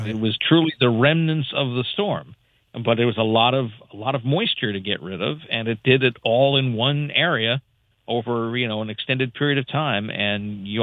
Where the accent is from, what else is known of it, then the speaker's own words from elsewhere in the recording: New York City, New York, United States; I grew up in the New York City area